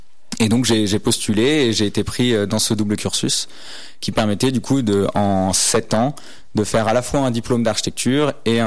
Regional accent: Maubeuge, Hauts-de-France, France; Donc moi, je viens du nord de la France. Je suis né à Maubeuge, dans une petite ville du nord de la France.

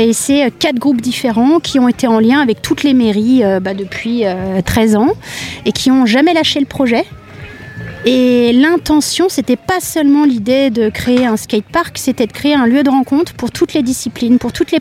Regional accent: Paris, Île-de-France, France; also born or lived in Nantes / Grenoble / Lyon; Moi je suis née à Nantes, j'ai passé mon adolescence après à Paris, en région parisienne, puis à Grenoble, Lyon

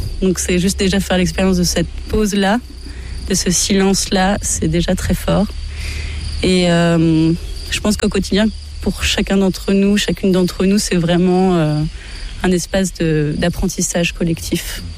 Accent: Paris, Île-de-France, France; Parce que à la base, je suis parisienne, mais j'avoue que cet isolement me convient bien.

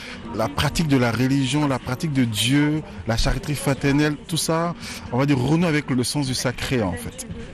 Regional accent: Côte d’Ivoire; Moi, je viens de la Côte d'Ivoire.

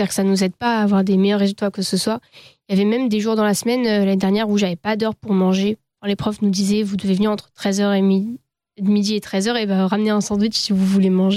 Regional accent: Grenoble, Auvergne-Rhône-Alpes, France; Par exemple, moi, bah, nous, on vient de Grenoble, on va avoir plus de chances d'y arriver que si on vient de Paris

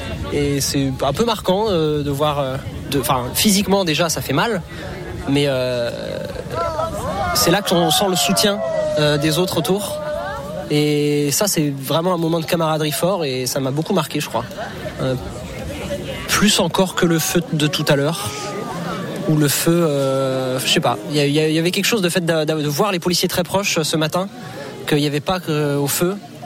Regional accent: Brest, Brittany, France; Eh bien, moi, je viens de Brest. Où je suis en train de travailler là-bas.

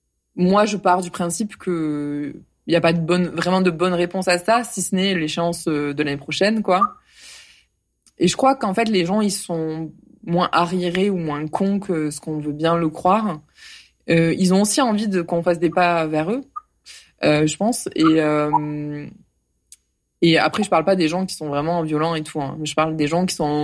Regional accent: Occitanie, France; born there; l'occitan fait partie de ma culture, parce que je suis née dans le Tarn

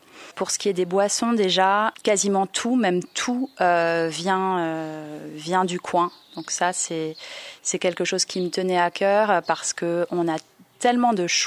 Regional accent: Strasbourg, Grand Est, France; born there; moved away as an adult; also born or lived in Germany; moi je suis originaire de Strasbourg, donc évidemment j'ai des racines et des traditions alsaciennes assez fortes. Et puis comme je l'ai dit tout à l'heure, j'ai vécu en Allemagne pendant 10 ans.

